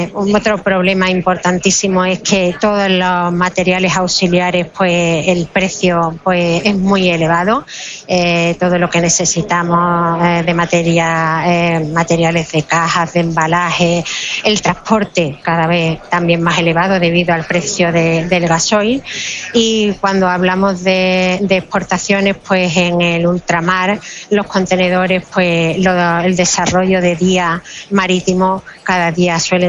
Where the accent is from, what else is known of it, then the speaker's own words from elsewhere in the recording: Andalusia, Spain; reto es mostrarle al mundo los productos tan buenos y excelentes que tenemos en Andalucía, en España.